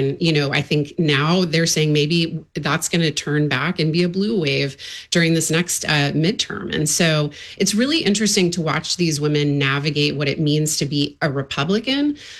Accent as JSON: {"language": "English", "region": "Texas", "country": "United States", "tie": "born or raised there", "moved": "as an adult", "said": "I grew up in Texas and, you know, I left after college"}